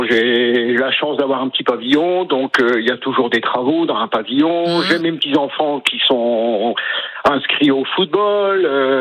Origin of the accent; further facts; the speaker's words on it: Hauts-de-France, France; moved away; j'ai été licencié dans le Nord parce que je suis natif du Nord.